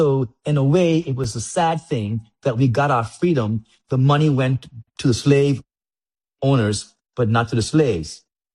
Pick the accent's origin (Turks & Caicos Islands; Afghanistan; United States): Turks & Caicos Islands; Cockburn Town; I grew up in Grand Turk.